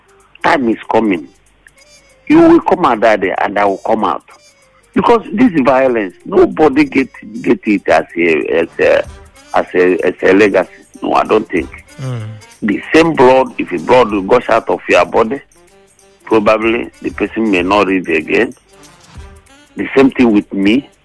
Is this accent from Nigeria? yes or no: yes; Nigeria